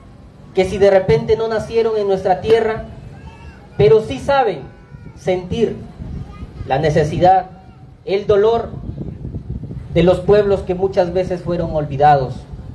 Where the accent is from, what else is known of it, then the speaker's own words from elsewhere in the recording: Peru; los que hemos nacido y crecido aquí en Santa Ana, Ocoto, Puno